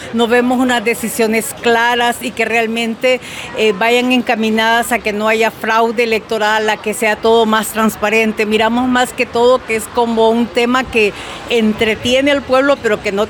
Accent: Honduras; lo que nosotros queremos como pueblo hondureño son resultados.

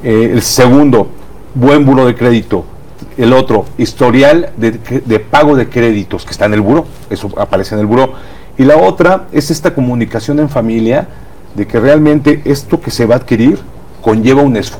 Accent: Mexico; como mexicanos nos quedamos solamente con una sola fuente de ingreso.

